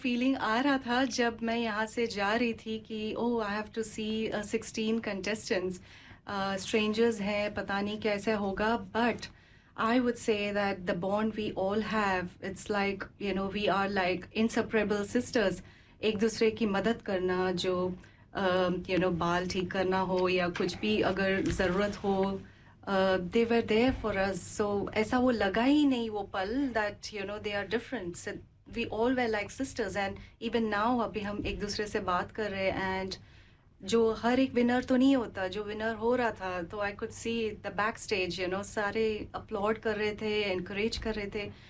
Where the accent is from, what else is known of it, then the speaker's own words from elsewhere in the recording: Mumbai, Maharashtra, India; moved away as an adult; also born or lived in Mangalore / Dubai; now in New Zealand; मैं मैंगलोर से हूँ, बॉर्न और रेज्ड हुई हूँ मुंबई में. सो मेरा पूरा लाइफ जो 20 साल का था वो मुंबई में था, और फिर 17 साल दुबई में, और 8 साल न्यूजीलैंड में हो चुका है.